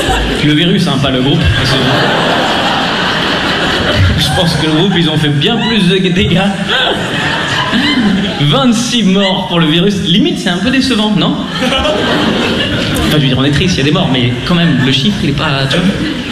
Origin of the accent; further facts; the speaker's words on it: Lausanne, Vaud, Switzerland; Moi, je viens de Lausanne. Les girons, c'est pour les bouseux, donc... À Lausanne, il n'y a pas de girons.